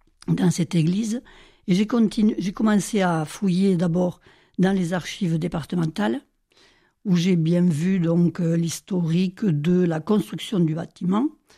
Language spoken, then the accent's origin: French; Viterbo, Lazio, Italy; born there; Et donc les archives de Viterbe, puisque c'est mon village natal.